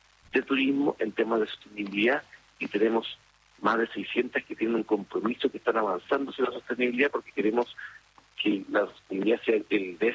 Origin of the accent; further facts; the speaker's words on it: Chile; y para nosotros como chilenos es el momento de mayor celebración del año